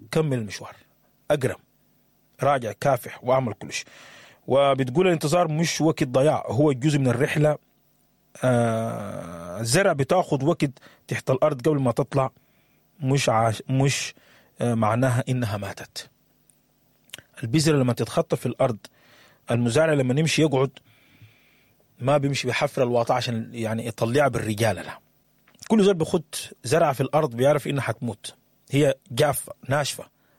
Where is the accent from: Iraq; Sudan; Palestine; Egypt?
Sudan; حتى انت كسوداني يمكن في ناس كثيره بتستنتج اسباب الحرب، في ناس كثيره بتتكلم عملنا شنو بعد ما احنا مرقنا، بعد الحرب ما طلعتنا، بعد ما احنا تشتتنا، قاعدين نعمل شنو في المرحله الجايه لنا كسودانيين؟